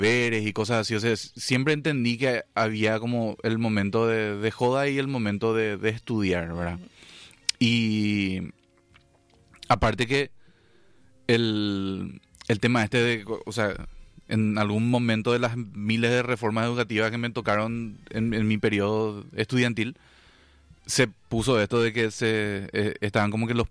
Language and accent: Spanish; Encarnación, Itapúa, Paraguay; born there; Hija, yo nací en Encarnación, ¿verdad? Hace ya 36 años.